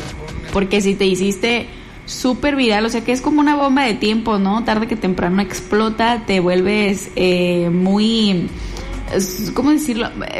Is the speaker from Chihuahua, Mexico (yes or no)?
no; Morelia, Michoacán, Mexico; somos de Morelia